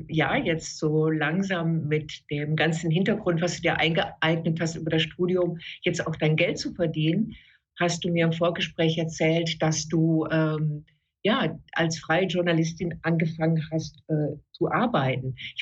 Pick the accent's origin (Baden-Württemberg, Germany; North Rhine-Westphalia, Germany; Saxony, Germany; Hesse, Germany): North Rhine-Westphalia, Germany; Ich komme ja aus dem Ruhrgebiet